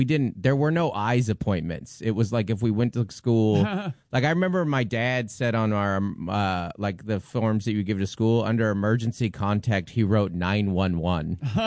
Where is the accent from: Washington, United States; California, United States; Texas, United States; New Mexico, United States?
Washington, United States; Seattle; But growing up in Seattle, I was like 20 years old and married and just like a rainy, dark road.